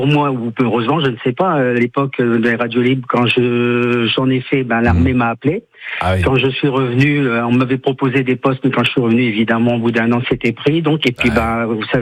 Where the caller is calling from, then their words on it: Maubeuge, Hauts-de-France, France; je viens de Maubeuge